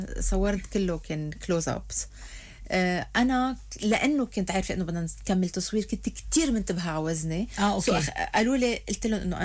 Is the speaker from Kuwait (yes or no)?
no; Lebanon; عرفت خاصة اني انا لبنانية فبصير بيحكيني ان فرانسي